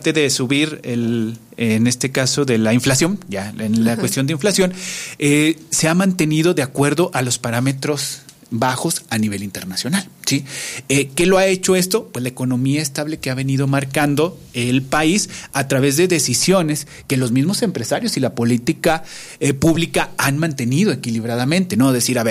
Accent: Mexico; como mexicanos tenemos una muy buena proyección para hacer negocios

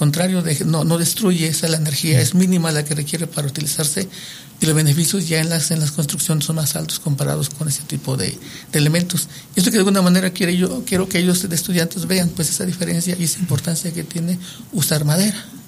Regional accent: Michoacán, Mexico; born there; now in Durango, Mexico; yo vengo de Michoacán, y allá en el lugar donde nací, pues también es un bosque clima templado, y pues como que las casas eran de madera.

